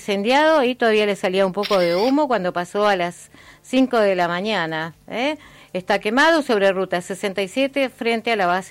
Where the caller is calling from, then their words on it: Centenario, Neuquén, Argentina; Bueno, buen día, excelente semana. … de Centenario.